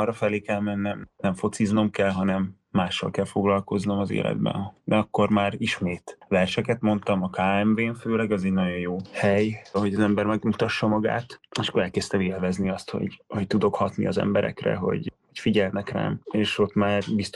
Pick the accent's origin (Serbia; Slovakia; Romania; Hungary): Serbia; Subotica, Vojvodina; moved away; Ami Szabadkán volt előadás, amikor én 3 és 18 éves voltam, abban a 15 évben én szerintem mindent láttam.